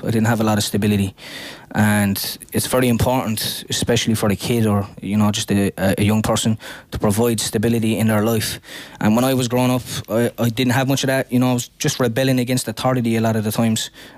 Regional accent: Limerick, Munster, Ireland; the stuff I heard growing up in Limerick

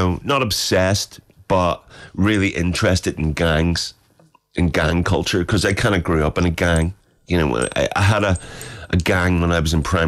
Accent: Ireland; I think a big part of that comes from being Irish and our history with oppression

